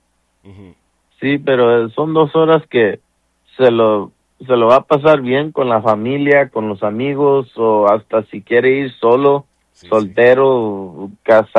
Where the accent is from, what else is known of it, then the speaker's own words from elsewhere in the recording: California, United States; Ah, yo soy de aquí, de California, okay, de Estados Unidos, pero mi papá es de Juchipila, Zacatecas, México.